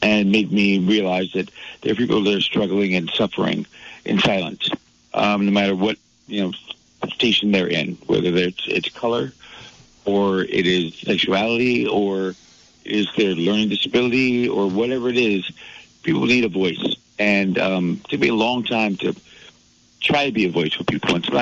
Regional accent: Saginaw, Michigan, United States; moved away as an adult; also born or lived in Arkansas; now in Vermont, United States; as a person of color, where I grew up in Saginaw, Michigan

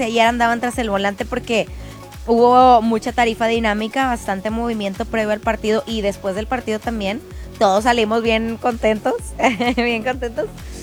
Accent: Mexico; Me encanta este feeling que todos como mexicanos estamos agarrando a raíz de estos primeros 3 partidos de la selección.

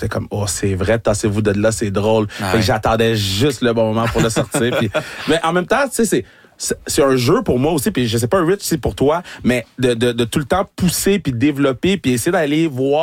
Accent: Laval, Quebec, Canada; ça me rappelle Montréal ou ça me rappelle Laval parce que je viens de Laval, Laval ou rien.

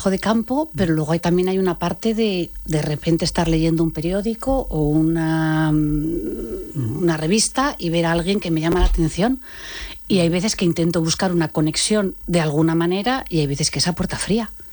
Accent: Oviedo, Asturias, Spain; moved away; Yo soy asturiana, es verdad que bueno, la vida me ha llevado a vivir en otros sitios, Pero bueno, Oviedo es mi ciudad

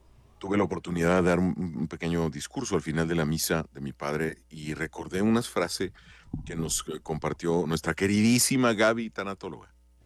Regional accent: Cuauhtémoc, Chihuahua, Mexico; moved away; allá en mi ciudad Cuauhtémoc

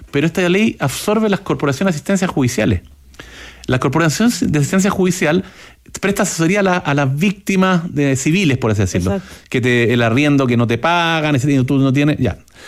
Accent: Chile; aquí somos estúpidos los chilenos, 90% de las llamadas al 133 son estupideces

